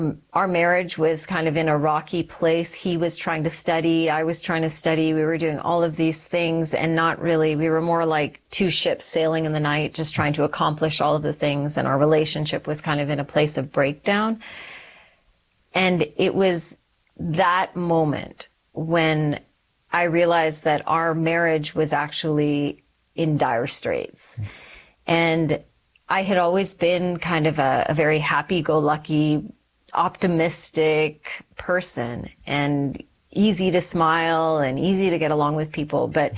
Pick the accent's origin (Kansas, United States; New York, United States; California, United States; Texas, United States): Texas, United States; born or raised there; also born or lived in Calgary, Canada / Sri Lanka